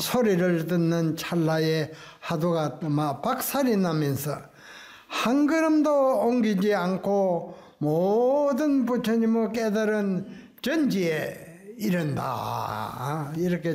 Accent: Namhae, South Gyeongsang, South Korea; born there; 산성은 경남 그 남해 절이지요. 들어오는 입구의 그 마을에서 태어났습니다.

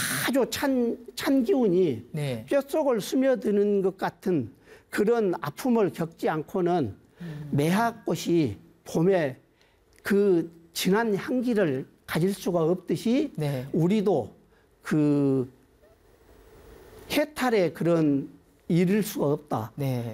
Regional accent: Sinan County, South Jeolla, South Korea; 제 이제 그 고향이 전라남도 신안군에 있는 증도면이라고 바닷가 어촌마을이거든요. 그리고 이제 저희 집이 저희 어렸을 때에 그 고기 잡는 그런 배를 가지고 있었어요.

